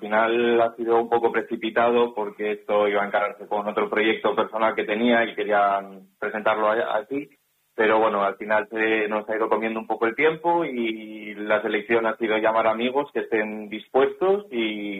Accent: Guriezo, Cantabria, Spain; qué mejor que hacerlo en mi pueblo.

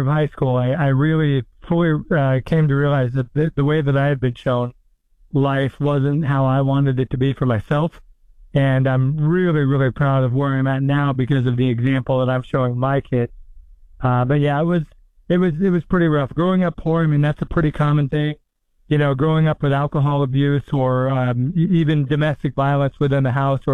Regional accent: Des Moines, Iowa, United States; Born and raised in Des Moines, Iowa.

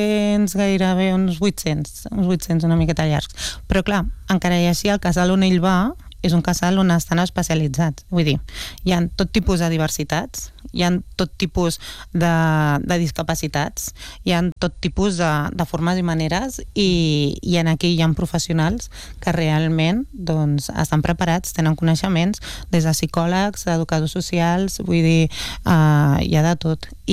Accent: Montcada i Reixac, Catalonia, Spain; Jo sóc de Montcada

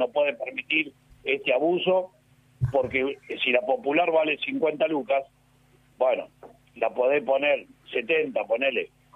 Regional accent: Buenos Aires, Argentina; now in Bernal, Argentina; Soy de Villa Crespo y vivo en Bernal, pero soy de Villa Crespo

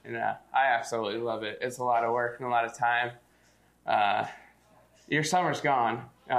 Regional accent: Tipton, Iowa, United States; I'm from Tifton, Iowa. It's probably 35 minutes east of Cedar Rapids.

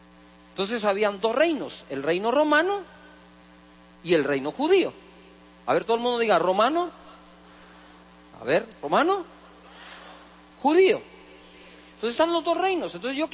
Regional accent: Guatemala; Oírlo hoy todo esto como guatemaltecos y cristianos es una cosa.

